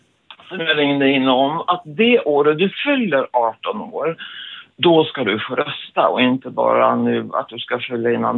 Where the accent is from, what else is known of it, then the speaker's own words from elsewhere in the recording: Stockholm, Stockholm County, Sweden; born there; jag är född i Stockholm